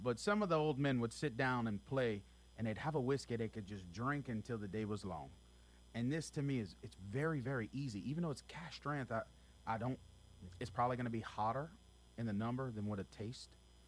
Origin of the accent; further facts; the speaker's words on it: Houma, Louisiana, United States; growing up, I grew up in Terrebonne Parish in Houma, Louisiana.